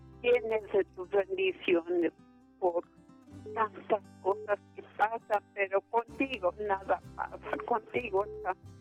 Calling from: Mexico City, Mexico; De aquí, de México.

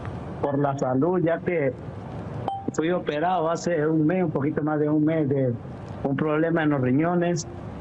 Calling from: Jinotega, Nicaragua; le llamo desde Nicaragua, Jinotega, Nicaragua.

